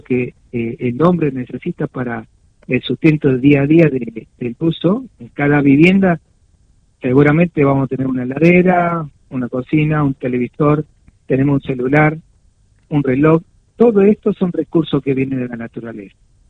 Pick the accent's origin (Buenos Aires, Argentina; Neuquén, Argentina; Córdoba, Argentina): Buenos Aires, Argentina; moved away as an adult; now in San Luis, Argentina; yo vengo de provincia de Buenos Aires